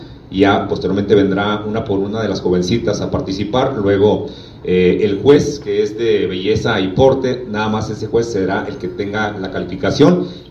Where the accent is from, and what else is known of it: Mexico